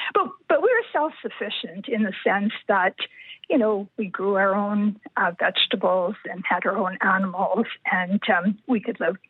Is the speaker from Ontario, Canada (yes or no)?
no; Maybridge, Saskatchewan, Canada; also born or lived in Kamsack, Saskatchewan; they lived in this small community called Maybridge, Saskatchewan, which is, oh, it's about 9 miles northwest of Erin, near the Manitoba border. So that's where I was born and raised. I lived there till I was like six or maybe seven.